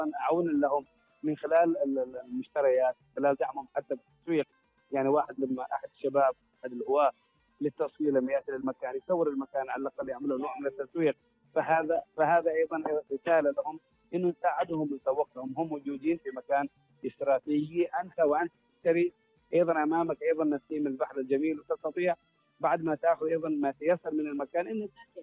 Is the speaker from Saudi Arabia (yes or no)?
no; Oman